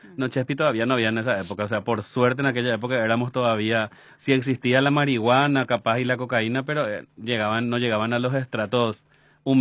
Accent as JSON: {"language": "Spanish", "town": "Asunción", "country": "Paraguay", "tie": "born or raised there", "said": "la estigmatización de la gente del bañado, vos te ibas de donde sos del bañado y ya te miraban con cara"}